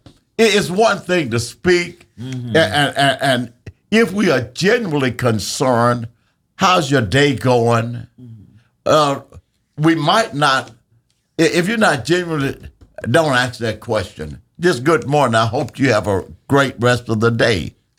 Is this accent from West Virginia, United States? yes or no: no; Belzoni, Mississippi, United States; When I walked in, you know, I'm being me from Belzona, Mississippi.